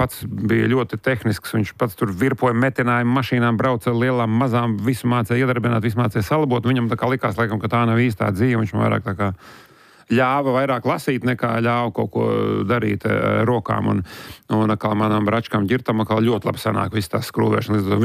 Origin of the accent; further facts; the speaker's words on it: Baltezers, Ādaži Municipality, Latvia; Nē, es esmu no Baltezeres. Viss dzīves Baltezerā, mēr jūties tā kā ne šur, ne tur.